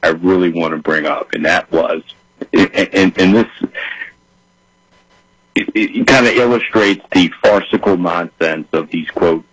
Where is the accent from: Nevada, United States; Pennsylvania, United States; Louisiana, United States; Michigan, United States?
Louisiana, United States; I'm from Louisiana, and I can get to 10.